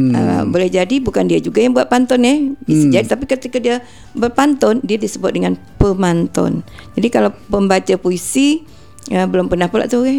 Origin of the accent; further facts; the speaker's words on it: Riau Islands, Indonesia; daerah kita Melayu yang Kepulauan Riau